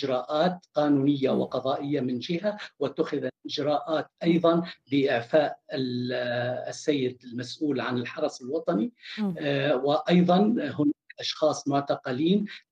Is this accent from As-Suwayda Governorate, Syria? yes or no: yes; Sweida, As-Suwayda Governorate, Syria; أنا ابن السويداء على تواصل اجتماعي مع كل الأخبار